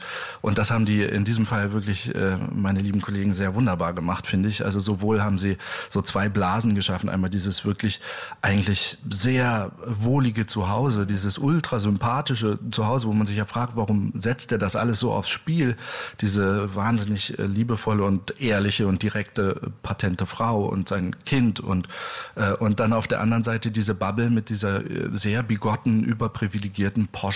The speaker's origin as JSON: {"language": "German", "town": "Algermissen", "region": "Lower Saxony", "country": "Germany", "tie": "born or raised there", "also_born_or_lived": "Wilhelmshaven / Stove (Drage)", "said": "ich bin geboren in Wilhelmshaven und habe mich sozusagen sukzessive runtergearbeitet nach Hildesheim."}